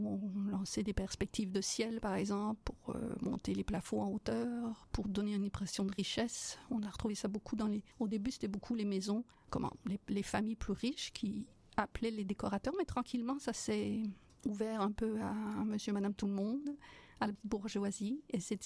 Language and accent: French; Belgium; j'étais en liste d'attente en tant que Belge.